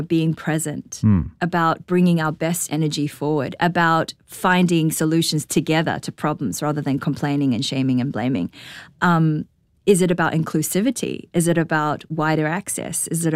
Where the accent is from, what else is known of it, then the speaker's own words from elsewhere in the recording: Auckland, New Zealand; moved away; also born or lived in Shanghai, China / Australia; I grew up in Auckland.